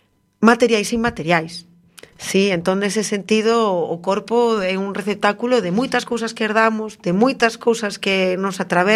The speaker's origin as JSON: {"language": "Galician", "town": "Bueu", "region": "Galicia", "country": "Spain", "said": "É que claro, son de Bueu, que vou facer?"}